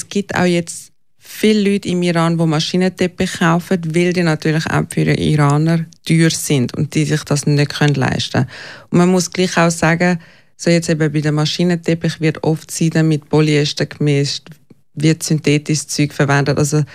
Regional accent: Switzerland; Und es war schon eine ständige Angst gewesen, aber mehr als Schweizer, wo man Angst hat, dass man nichts Falsches macht

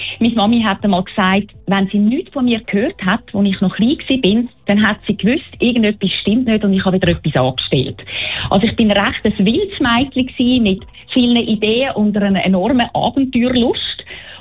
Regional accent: Zurich, Switzerland; born there; also born or lived in Fribourg, Switzerland; ich bin aufgewachsen in der französischen Schweiz, in Fribourg. Bis zu der dritten Klasse habe ich dort die Schule zweisprachig besucht, bevor wir dann auf Zürich gezügelt sind. Und heute lebe ich in der Nähe von Zürich.

